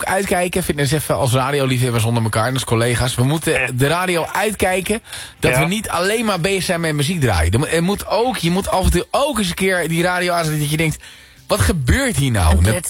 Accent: Scherpenzeel, Gelderland, Netherlands; ik ben er niet geboren, maar ik ben er wel getogen.

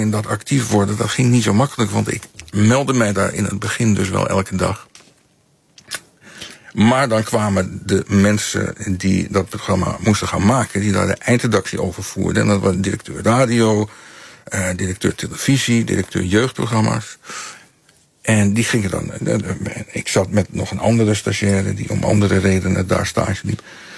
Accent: Netherlands; born there; ik ben in Nederland geboren.

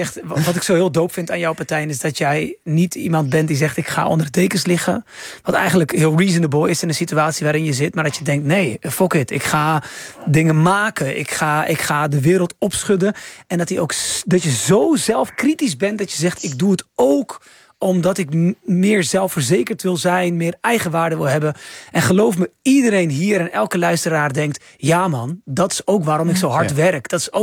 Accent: Rotterdam, South Holland, Netherlands; also born or lived in Bleiswijk; Ik kom uit... Blijswijk is eigenlijk Rotterdam. Ja. Ik kom uit Rotterdam

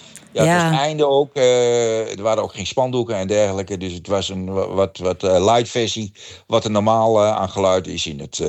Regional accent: Gelderland, Netherlands

